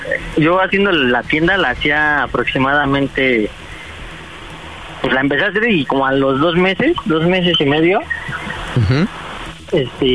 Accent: Nueva Zacualco, Mexico; Mira, tengo 35 años y soy de la Nueva Zacualco.

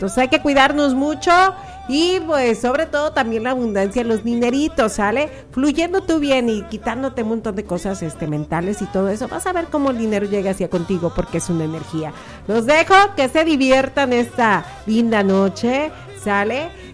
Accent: Mexico; Que somos mexicanos, hombre.

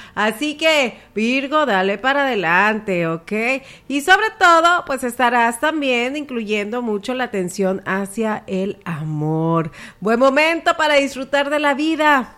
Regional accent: Mexico; así como tú, yo, nosotros, todos somos mexicanos

